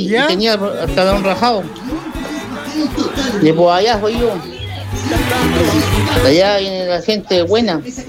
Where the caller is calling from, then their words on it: Ñipa, Ñuble, Chile; Yo también soy de Ñipa, por eso soy ñipeador. Esas son mis tierras.